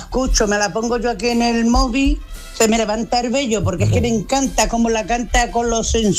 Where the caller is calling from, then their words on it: Jerez de la Frontera, Andalusia, Spain; de Jerez.